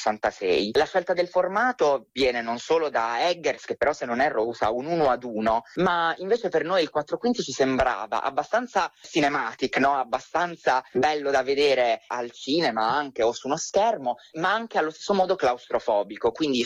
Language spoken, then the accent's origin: Italian; Apulia, Italy; Io sono pugliese e ho questo ricordo di queste bellissime lande desolate, le chiamo io, no? Con queste gravine rocciose, questi meravigliosi campi sconfinati.